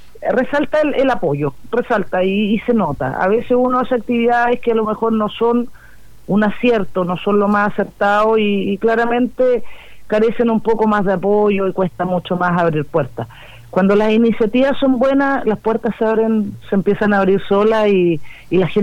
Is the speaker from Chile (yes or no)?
yes; Chile; como chilenos y como criadores de caballos chilenos